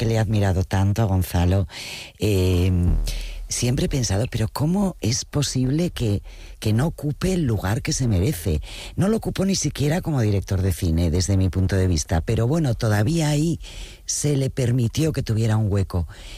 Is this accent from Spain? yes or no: yes; Asturias, Spain; Como asturiano, por otra parte, te digo.